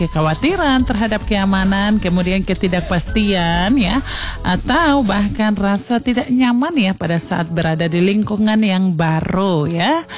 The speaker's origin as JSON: {"language": "Indonesian", "town": "Merauke", "region": "South Papua", "country": "Indonesia", "said": "daripada kamu punya kita orang Merauke bilang, daripada kamu tinggal-tinggal di rumah ya"}